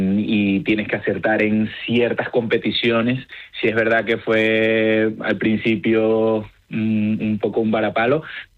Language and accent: Spanish; Caracas, Capital District, Venezuela; born there; primero quisiera aclarar que aunque que nací en Caracas, soy español de origen.